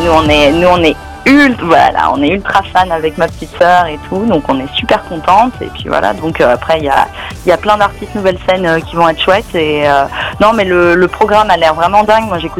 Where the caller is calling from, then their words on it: Paray-le-Monial, Bourgogne-Franche-Comté, France; Paray-le-Monial, de là d'où je viens.